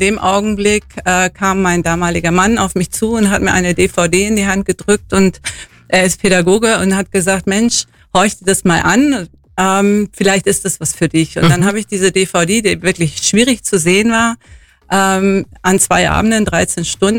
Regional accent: Northern Germany, Germany; now in Allgäu, Germany; Also letztendlich, ich bin ja keine Allgäuerin. Man hört es mir an der Zunge meistens noch an. Ich komme aus dem Norden und bin hier im Allgäu angekommen im Rahmen meiner Ausbildung.

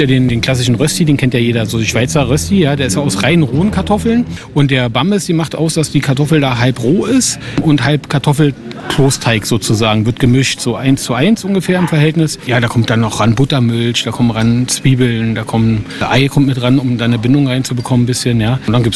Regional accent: Berlin, Germany; Ich bin eigentlich Berliner, ne?

